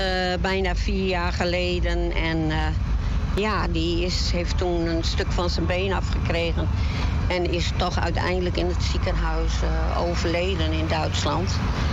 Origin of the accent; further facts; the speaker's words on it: Ruischerbrug, Groningen, Netherlands; En ik kom uit Groningen. Ruisgebrug. Een plaatsje tegen Groningen aan.